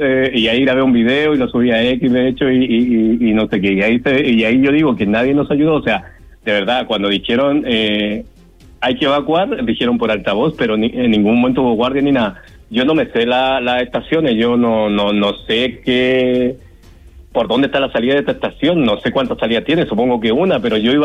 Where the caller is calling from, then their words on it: Santiago, Santiago Metropolitan Region, Chile; yo estoy en mi casita, vivo muy cerca. O sea, de ir a Razabal no vivo tan cerca porque yo vivo en Bustamante